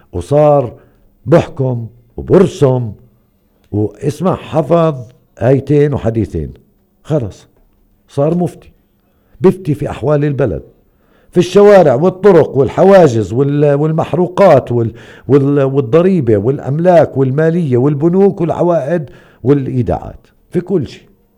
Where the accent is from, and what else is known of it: Palestine